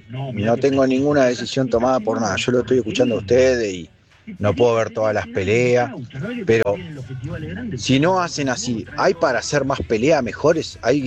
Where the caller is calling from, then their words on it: Claypole, Buenos Aires Province, Argentina; de Claypole.